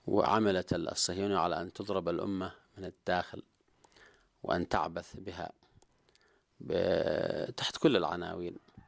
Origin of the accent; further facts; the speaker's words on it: Yemen; نحن كشعب يمني